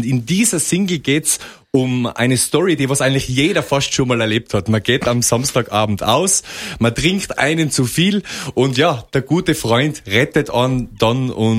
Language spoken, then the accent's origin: German; Tyrol, Austria; Es gibt ganz, ganz viele Schicksale, auch speziell bei uns in Österreich, auch in Tirol, wo man sich halt denkt